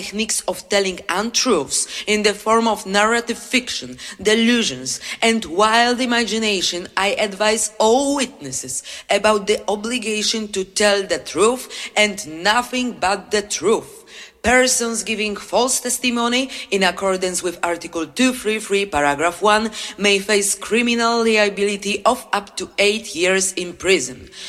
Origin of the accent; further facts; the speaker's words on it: Poland; English is a second language; Our band name is … we are from Poland.